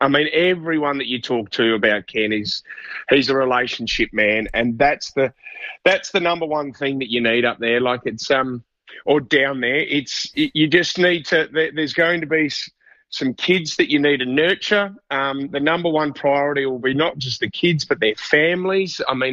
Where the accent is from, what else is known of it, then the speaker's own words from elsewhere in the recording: Adelaide, South Australia, Australia; And I mean, God, we're from Adelaide. We're used to the cold.